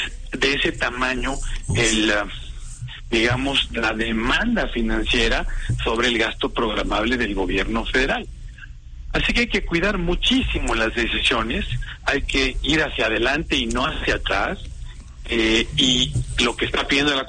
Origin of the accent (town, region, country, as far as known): Mexico